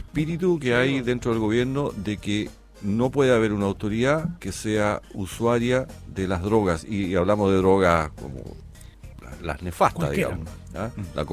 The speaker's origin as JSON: {"language": "Spanish", "country": "Chile", "said": "Somos todos chilenos aquí."}